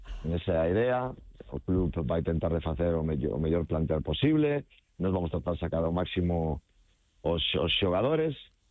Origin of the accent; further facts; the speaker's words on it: Galicia, Spain; eu que son moi galego, non? Son moi da miña terra